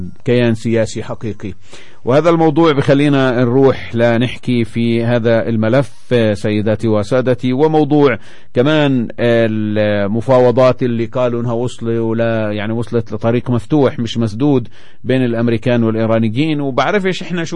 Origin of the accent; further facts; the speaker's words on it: Palestine; كفلسطينيين